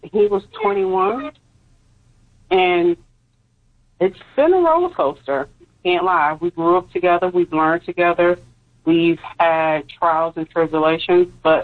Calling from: Petersburg, Virginia, United States; I'm calling from the Dinwiddie, Petersburg area.

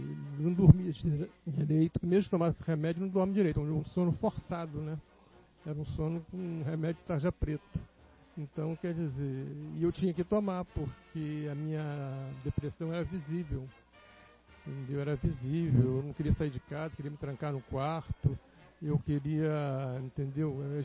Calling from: Queimados, Rio de Janeiro, Brazil; moro em Queimados.

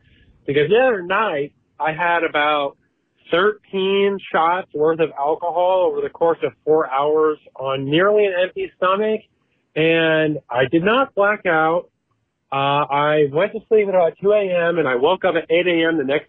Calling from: Fort Wayne, Indiana, United States; calling from Fort Wayne.

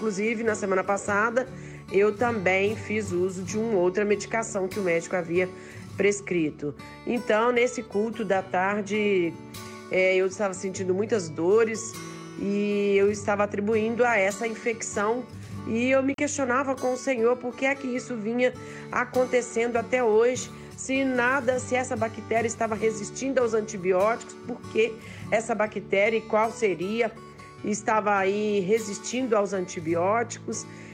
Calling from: Belo Horizonte, Minas Gerais, Brazil; falo de Belo Horizonte

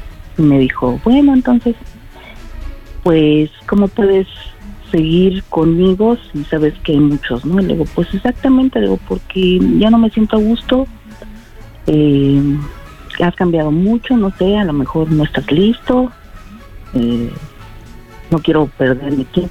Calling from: Mexico City, Mexico; Soy de la Ciudad de México del Sur.

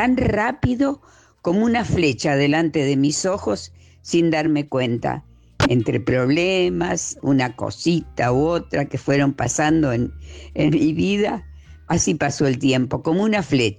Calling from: Rosario, Santa Fe, Argentina; de Rosario.

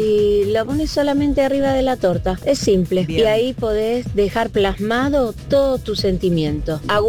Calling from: Lanús, Buenos Aires Province, Argentina; de Lanús.

